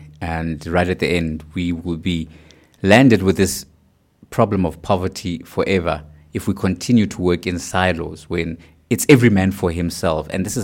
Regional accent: South Africa; we being South African nationals

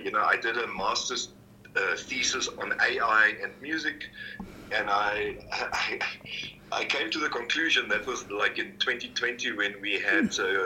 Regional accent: Free State, South Africa; moved away as an adult; now in Amsterdam, Netherlands; I grew up in the Free State, and I had Afrikaans music.

